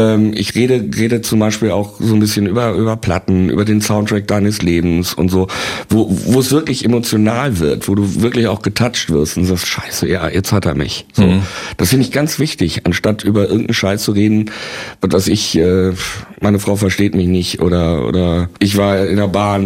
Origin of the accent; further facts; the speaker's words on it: Bielefeld, North Rhine-Westphalia, Germany; Ich bin ja Bielefelder und da kennt, wenn du natürlich Lokalmatador bist, die kannten mich auch alle schon vor Star Search, ja.